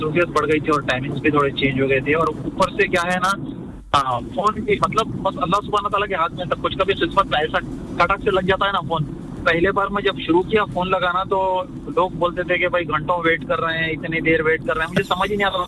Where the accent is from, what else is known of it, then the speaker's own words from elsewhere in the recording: Hyderabad, Telangana, India; जी जी मैं हैदराबाद से हूँ।